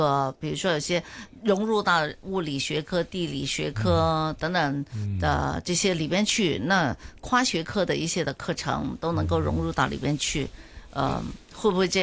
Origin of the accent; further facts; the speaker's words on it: China; 嗯，你看我们中国人哈，就是已经在几千年前，其实我们一直在讲的